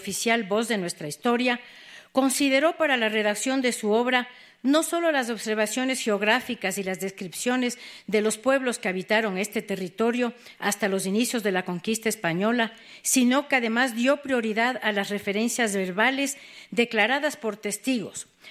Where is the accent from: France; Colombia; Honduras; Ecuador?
Ecuador; Quito, Pichincha; Como quiteños, desbordamos un especial orgullo frente a los acontecimientos dados en esta región geográfica de América y del Ecuador.